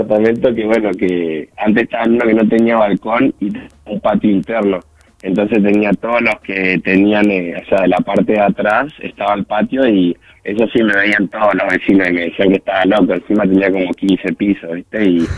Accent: Argentina; now in Córdoba, Argentina; Quedamos dos argentinos en el podio

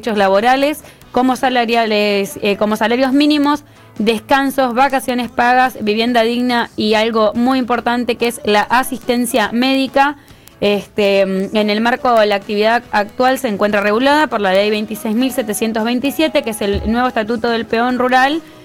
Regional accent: Perito Moreno, Santa Cruz, Argentina; Yo me crié con los Vázquez en Perito Moreno.

